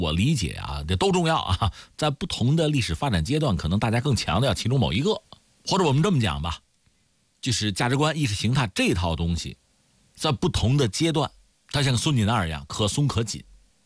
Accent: China; 我们中国人

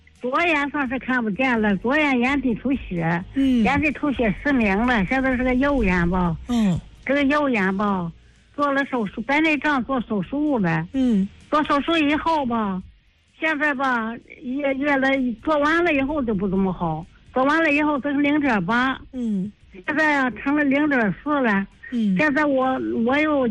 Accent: Baoding, Hebei, China; 我是保定的

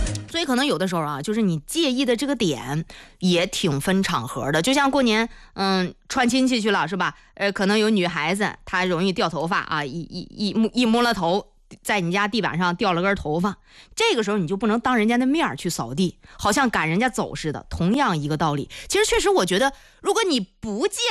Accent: Hebei, China

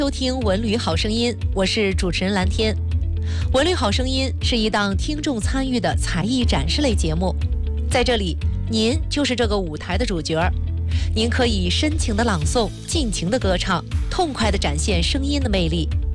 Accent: China; 作为中国人，我们脚下是5000年的文明沃土，身后是日益强大的祖国母亲，这份骄傲与自豪早已刻进

